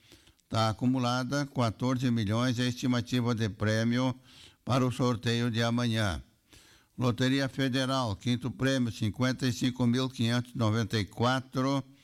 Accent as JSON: {"language": "Portuguese", "region": "Rio Grande do Sul", "country": "Brazil", "said": "É, eu sou gaúcho e desse jeito eu sou feliz."}